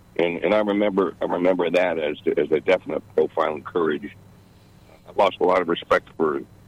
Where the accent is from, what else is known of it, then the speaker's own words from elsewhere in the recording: Chicago, Illinois, United States; I remember I'm from Chicago, so daily people infamously stuffed.